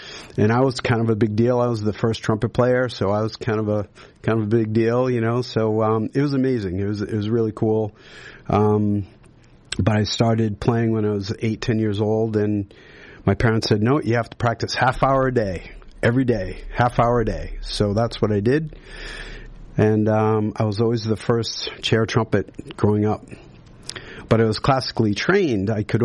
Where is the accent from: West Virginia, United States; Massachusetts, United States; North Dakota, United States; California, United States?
Massachusetts, United States; Weymouth; Grew up in fabulous Weymouth, Massachusetts, an amazing place to grow up. My dad and my mother both grew up in Medford and Somerville.